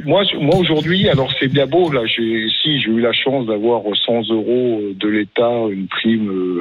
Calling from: France; je suis un Français moyen

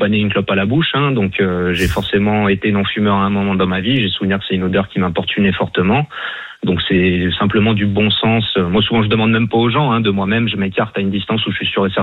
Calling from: Lyon, Auvergne-Rhône-Alpes, France; Moi, je suis fumeur, pour vous donner un exemple. Donc, je suis sur Lyon.

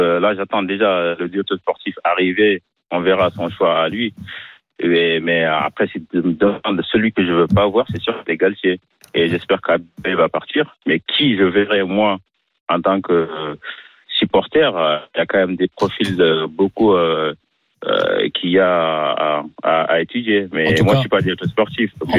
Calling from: Senegal; Oui, je suis sénégalais

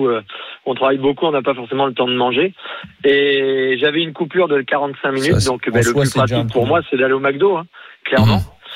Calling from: Barbezieux, Nouvelle-Aquitaine, France; nous, on a la chance en Charente d'avoir une restauration de qualité, notamment dans les petits restaurants.

